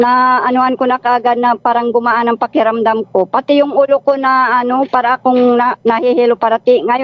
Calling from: Puerto Princesa, Mimaropa, Philippines; Dito po sa Puerto Princesa, Palawan.

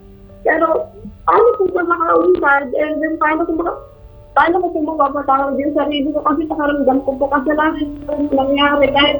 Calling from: Silang, Cavite, Philippines

